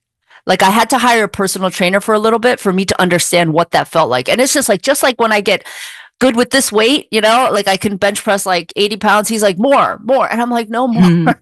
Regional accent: Philadelphia, Pennsylvania, United States; I was a latchkey kid since I was 8 years old. Like, I grew up in Philly

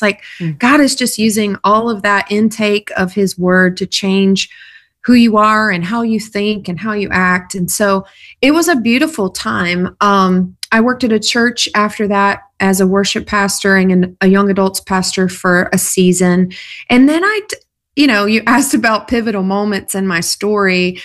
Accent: South Carolina, United States; I grew up in South Carolina on a lot of acreage in a trailer out in the middle of nowhere. My dad helped deliver cows on a dairy farm growing up, and my family took me to church every time the doors were opened.

